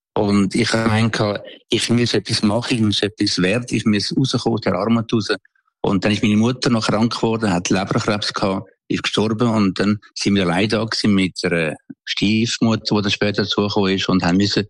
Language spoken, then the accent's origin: German; Aeugst am Albis, Zurich, Switzerland; moved away as an adult; now in Tuscany, Italy; Ich bin aufgewachsen in Eugstam Albis, in ärmlichen Verhältnissen. Wir haben einen Bauernhof gehabt